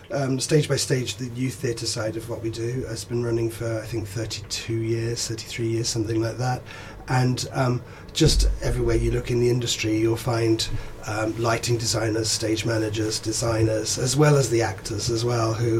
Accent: London, United Kingdom; I come from London

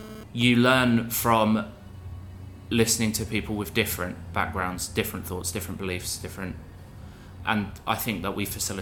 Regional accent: Dagenham, London, United Kingdom; born there; now in Exeter, United Kingdom; I grew up drinking in Dagenham

